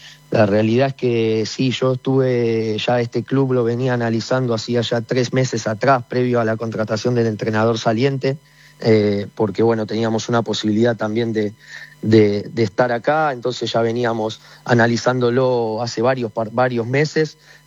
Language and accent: Spanish; Argentina; moved away as an adult; now in Paraguay